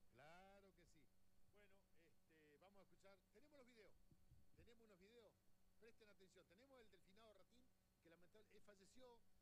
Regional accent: Argentina; Hoy más que nunca somos todos argentinos.

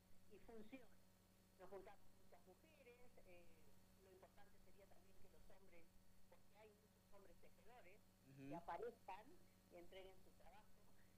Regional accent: Salta, Argentina; now in Villa Ventura, Argentina; yo soy salteña, mirá, pero hace muchos años que vivo acá, en Villa Ventura

